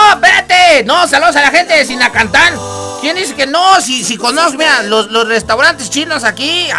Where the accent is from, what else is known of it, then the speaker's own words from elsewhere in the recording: Mexico; Yo soy mexicano. ¿Qué más mexicano dice todavía?